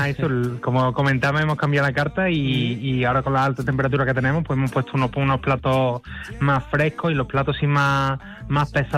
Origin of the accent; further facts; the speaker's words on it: Córdoba, Andalusia, Spain; somos de Córdoba